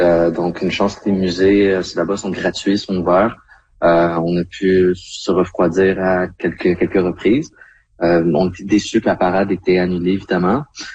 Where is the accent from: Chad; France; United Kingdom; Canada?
Canada; En tant que Canadien